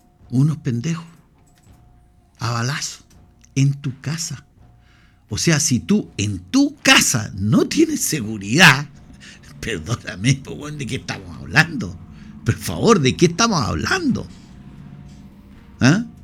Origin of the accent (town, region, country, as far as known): Chile